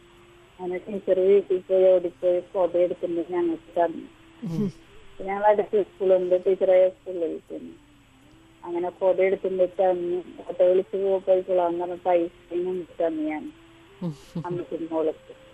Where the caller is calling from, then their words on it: Triprayar, Kerala, India; Triprayar.